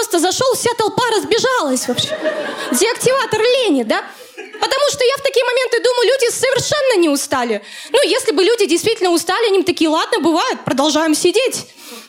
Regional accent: Saint Petersburg, Russia; now in Moscow, Russia; да, я переехала в Москву из Петербурга.

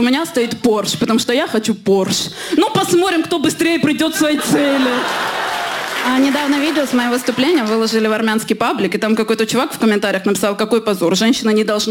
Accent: Armenia; Мне вообще часто прилетает, что я что-то не так делаю, как армянка.

